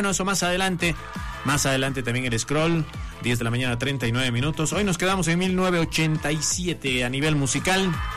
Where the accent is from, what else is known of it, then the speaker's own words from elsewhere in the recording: Potosí, Bolivia; porque a mí me encanta mi ciudad, ¿no? Potosino muy, muy orgulloso de mi tierra